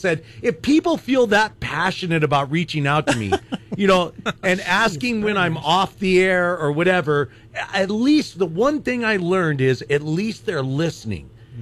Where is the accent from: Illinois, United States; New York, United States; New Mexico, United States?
New Mexico, United States; And I'd say, New Mexico. It's in the United States.